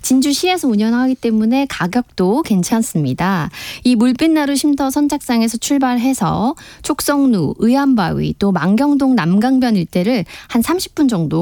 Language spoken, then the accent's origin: Korean; Miryang, South Gyeongsang, South Korea; 밀양이 제 고향이잖아요.